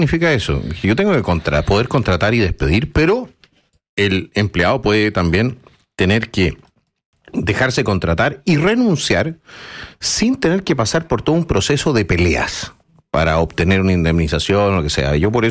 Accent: Chile

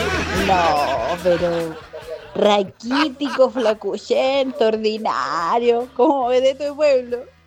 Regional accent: Aysén, Chile; moved away; allá en mi pueblo, en Aysén.

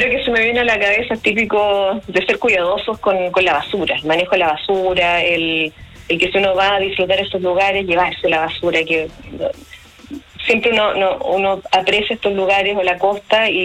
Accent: Buenos Aires, Argentina; Y nosotros como los porteños nos íbamos a vacacionar a otros lados

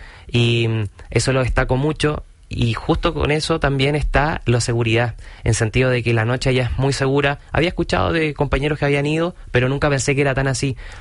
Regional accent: Chile; Muchas veces decimos como chileno, estudio tanto chino mandarín y voy a la tienda a comprar y no me entienden

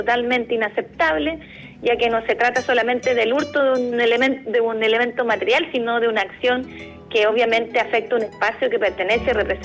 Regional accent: Chile; el corazón se le inflama como chileno también, claro

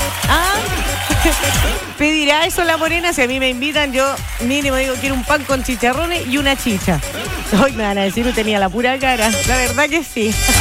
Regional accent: Osorno, Los Lagos, Chile; todos los osorninos somos responsables

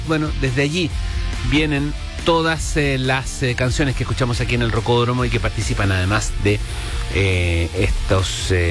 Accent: Antofagasta, Chile; los voy a dejar con, primero, una banda de la ciudad de donde yo soy, de la región de donde yo soy, de Antofagasta.

